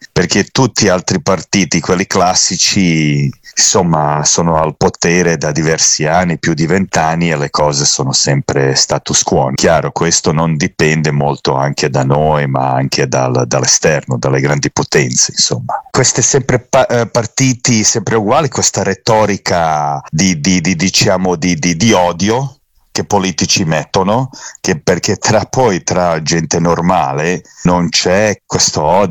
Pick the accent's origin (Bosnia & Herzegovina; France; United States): Bosnia & Herzegovina; Sarajevo, Federation of Bosnia and Herzegovina; Io sono di Sarajevo e seguo naturalmente Sarajevo, il capitale, eccetera.